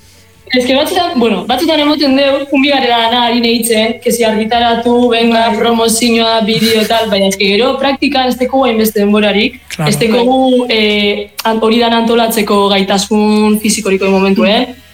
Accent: Gernika, Basque Country, Spain; Pues Gernikarra gara

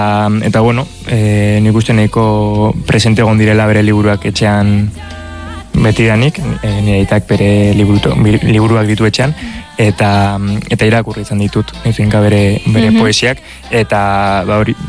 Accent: Pamplona, Navarre, Spain; ni Iruñekoa naiz, beti anik bizi izan naiz Iruñan

